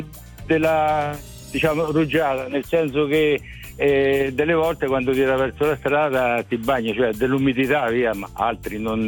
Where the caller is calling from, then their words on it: Montefranco, Umbria, Italy; Io Montefranco, Terni, le Cascate.